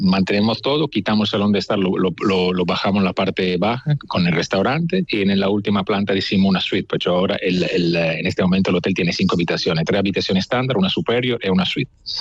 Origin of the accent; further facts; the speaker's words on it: Italy; Spanish is a second language; moved away as an adult; also born or lived in Tenerife; now in El Hierro, Spain; Sí, soy italiano.